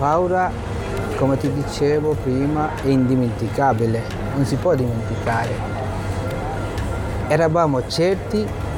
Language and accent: Italian; Bangladesh; Italian is a second language; moved away as an adult; now in Genoa, Italy; Io vengo dal Bangladesh.